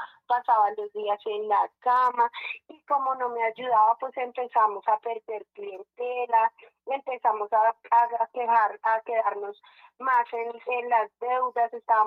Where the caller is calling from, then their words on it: Bogotá, Colombia; lo estoy llamando desde acá, desde Bogotá, desde el barrio Quiroga.